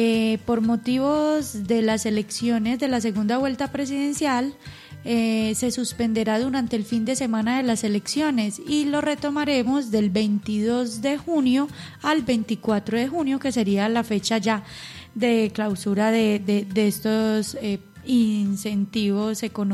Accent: Antioquia, Colombia; uno como buen paisa

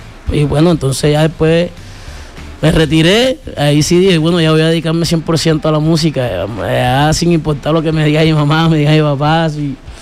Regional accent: Santa Rosa, Bolívar, Colombia; Estuve allá en Cartagena o en Santa Rosa, que es mi pueblo.

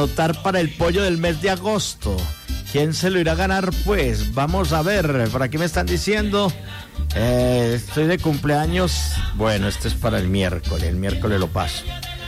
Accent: Antioquia, Colombia; Soy antioqueño en este buen ambiente de la Feria de Flores de la ciudad de Medellín.

